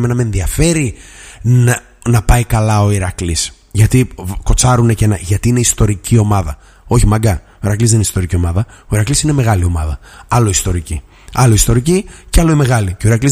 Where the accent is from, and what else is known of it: Greece